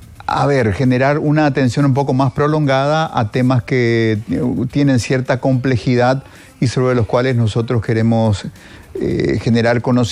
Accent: Paraguay

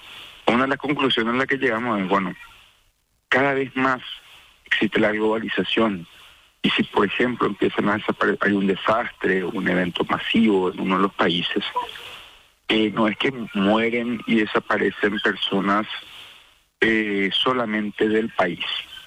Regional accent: Paraguay

